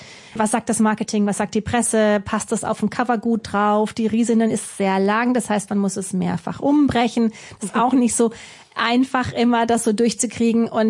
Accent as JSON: {"language": "German", "region": "Southwest Germany", "country": "Germany", "said": "Also ich komme ja aus dem Südwesten, vielleicht weil man doch als Kind dann öfter da war zum Wandern und so."}